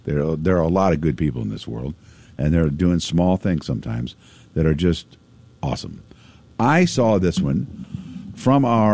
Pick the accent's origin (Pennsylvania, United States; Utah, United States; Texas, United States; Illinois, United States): Illinois, United States; Pekin; my hometown of Pekin